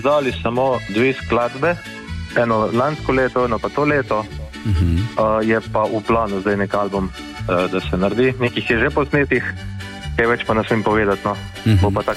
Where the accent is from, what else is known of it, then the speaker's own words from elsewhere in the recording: Cerkno, Primorska, Slovenia; accent: Rovte dialect; Crklani prihajamo iz Cerkve, to bom ene kraj na severnem Primorskem, v bližini Horenske, rovtarsko narečje, vsi smo z ene niste občine, občine Cerkno, nas zamešuje za Cerkanca, tudi za Crkle na Horenskem nas zamešajo, tako da ampak smo ponosni severno Primorci.